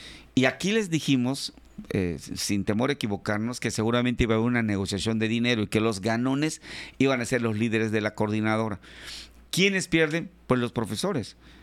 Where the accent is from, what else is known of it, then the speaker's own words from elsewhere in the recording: Mexico; así somos los mexicanos.